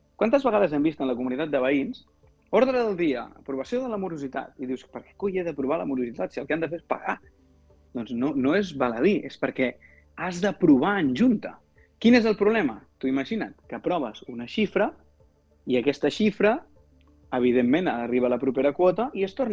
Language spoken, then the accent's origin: Catalan; Catalonia, Spain; jo que sóc d'Osona